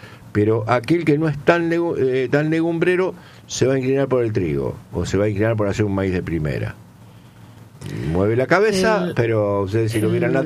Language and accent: Spanish; Santa Fe, Argentina; de donde somos, de La Vanguardia a Cepeda